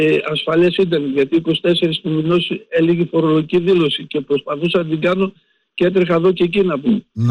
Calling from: Pylos, Peloponnese, Greece; από την Πύλο κάτω, δίπλα από του Χαδερνού.

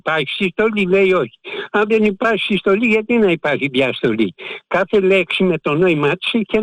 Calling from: Kallithea, Attica, Greece; είμαι από Καλυθέα

